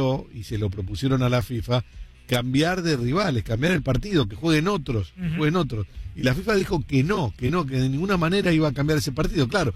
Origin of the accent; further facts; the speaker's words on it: Buenos Aires, Argentina; yo soy de Buenos Aires, ya dije, yo soy porteño.